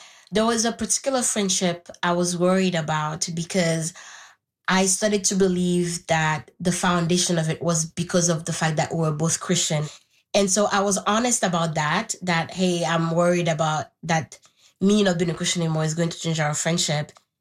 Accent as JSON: {"language": "English", "country": "Haiti", "tie": "born or raised there", "first_language": "Haitian Creole", "second_language": "English"}